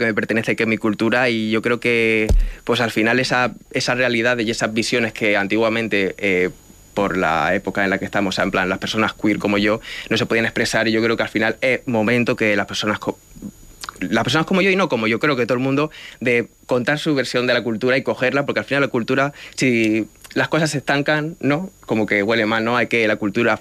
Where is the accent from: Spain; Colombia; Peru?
Spain; Villarrubia de los Ojos, Castilla-La Mancha; born there; las pequeñas costumbres que hay en mi pueblo y cómo la gente del pueblo se relaciona en sí y el lenguaje, porque normalmente suelo meter nombre a mis proyectos con palabras como que son muy locales y que... y que tienen como un significado muy en específico que solo de Villarrubia lo entienden.